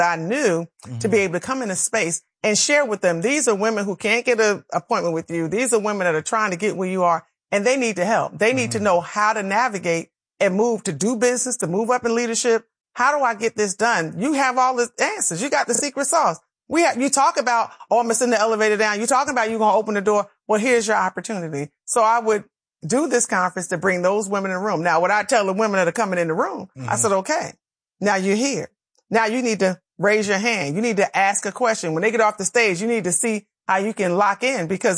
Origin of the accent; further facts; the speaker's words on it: the North, United States; moved away; I was raised in the North. And then when I came South